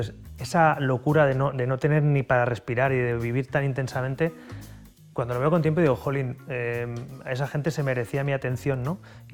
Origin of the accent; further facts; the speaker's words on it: Barcelona, Catalonia, Spain; Yo soy de la Barceloneta, mi familia es de Málaga, yo soy mediterráneo.